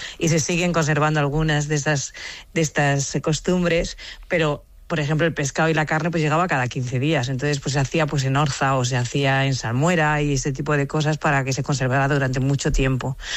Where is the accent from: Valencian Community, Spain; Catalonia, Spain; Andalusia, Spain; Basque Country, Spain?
Valencian Community, Spain; Sot de Chera; now in Valencia, Spain; Yo siempre digo que soy de Sot de Chera porque me siento de allí